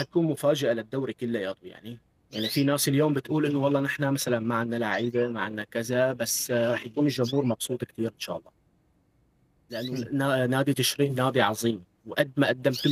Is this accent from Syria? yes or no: yes; Latakia, Latakia Governorate, Syria; من مدينة اللاذقية، ولدت وخلقت في مدينة اللاذقية بمنطقة العوينة. أصلي الحفة قرية تفيل.